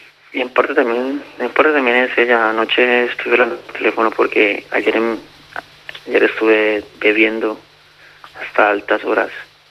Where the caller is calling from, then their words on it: Barcelona, Catalonia, Spain; vivo en Barcelona